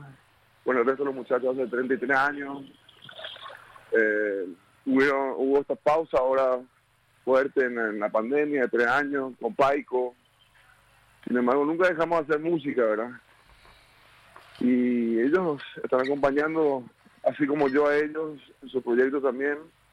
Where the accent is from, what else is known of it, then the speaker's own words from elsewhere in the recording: Paraguay; Como a veces digo, somos los paraguayos, ¿verdad?